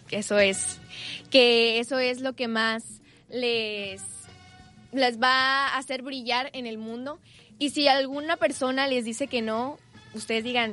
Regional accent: Veracruz, Mexico; siendo orgullosamente veracruzana.

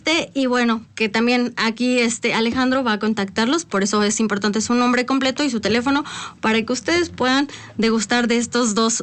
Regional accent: Mexico; lo que producimos como mexicanos y nuestro territorio

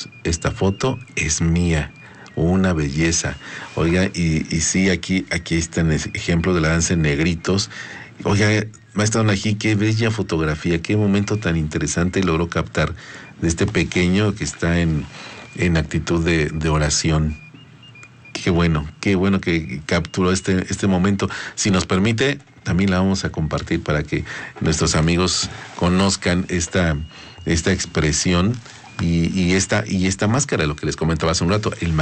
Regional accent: Tuxtla Chico, Chiapas, Mexico; una danza de la festividad de San Pedro y San Marcos en mi pueblo, Tuxtla Chico.

